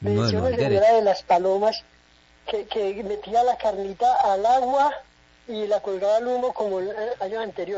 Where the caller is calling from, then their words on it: Colombia; yo trabajo en la Mesenia, vivo en Lusitania.